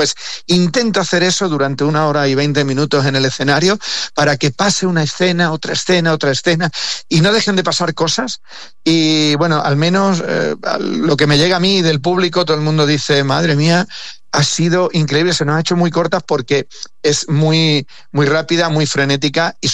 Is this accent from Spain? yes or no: yes; Extremadura, Spain